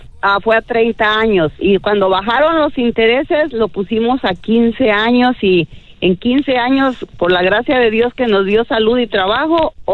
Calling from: Whittier, California, United States; vivo en la ciudad de Whittier.

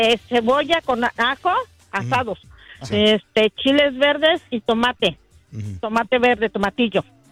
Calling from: Mexico City, Mexico; Yo soy de la Ciudad de México, pero mis papás y mis abuelos eran de Michoacán.

